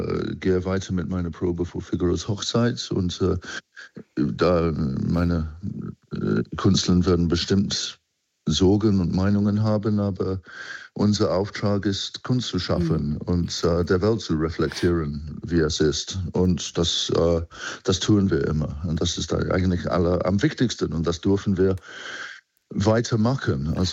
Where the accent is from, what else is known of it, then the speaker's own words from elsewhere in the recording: United Kingdom; now in Germany; Ich bin Brite, genau.